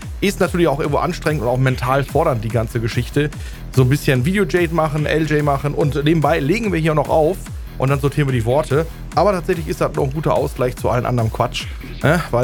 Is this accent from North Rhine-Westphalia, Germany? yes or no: yes; Castrop-Rauxel, North Rhine-Westphalia, Germany; Ja, schöne Grüße an den Jens in meine alte Heimat. Kastrop.